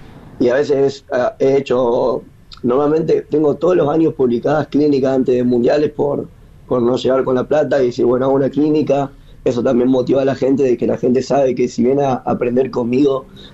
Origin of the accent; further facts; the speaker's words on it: Rosario, Santa Fe, Argentina; soy un pibe de Rosario